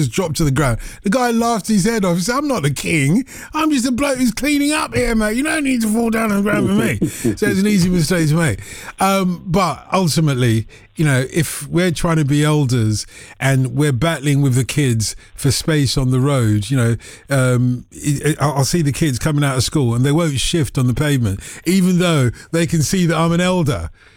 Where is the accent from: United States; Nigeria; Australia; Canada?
Nigeria; Of course, I'm Nigerian.